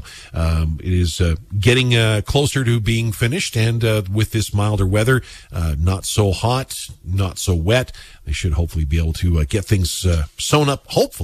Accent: Saskatchewan, Canada; growing up in Saskatchewan

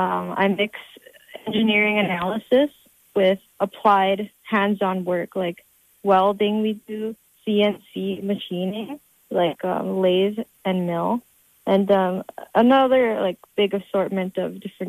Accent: La Crosse, Saskatchewan, Canada; I'm proudly from La Crosse, Northern Saskatchewan.

